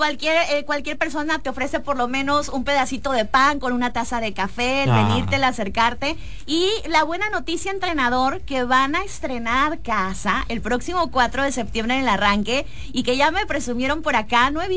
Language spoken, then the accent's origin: Spanish; Badiraguato, Sinaloa, Mexico; now in Culiacán, Mexico; Y mira, como están los Mochis y el Rosario, pero yo soy de Badiraguato.